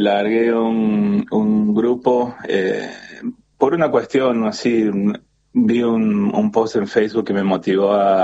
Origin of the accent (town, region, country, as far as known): Argentina; moved away as an adult; now in Toronto, Canada